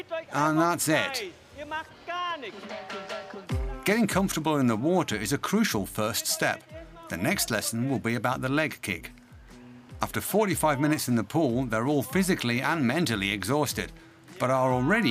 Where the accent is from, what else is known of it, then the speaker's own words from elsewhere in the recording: Sopot, Pomeranian Voivodeship, Poland; I'm from Sopot near Gdansk in Poland, so right by the beach.